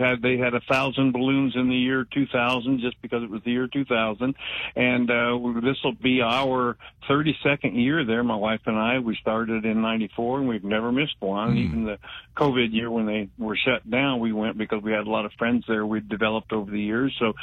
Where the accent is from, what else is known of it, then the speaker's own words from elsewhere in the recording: Danville, United States; I was born and raised here in Danville, and I worked at General Motors foundry from time high school till out.